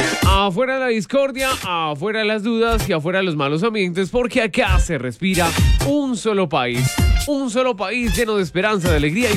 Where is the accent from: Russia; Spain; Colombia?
Colombia; sino en todo lo que somos como colombianos